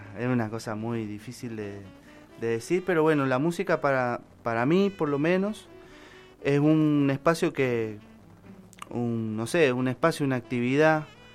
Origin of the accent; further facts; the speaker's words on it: Tucumán, Argentina; moved away as an adult; soy tucumano también